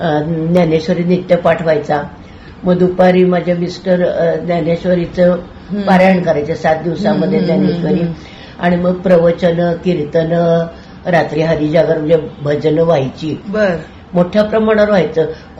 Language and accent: Marathi; Rukdi, Maharashtra, India; रुकडी कोल्हापूरचं ते माझं मूळ गाव, आणि तिथं रुकडीला पण आमच्या दारामध्ये स्वामी समर्थाने दिलेल्या पादुकांचं दत्त मंदिर आहे.